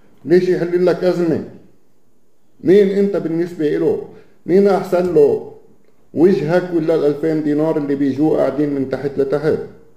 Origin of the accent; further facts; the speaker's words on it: Palestine; احنا كفلسطينيين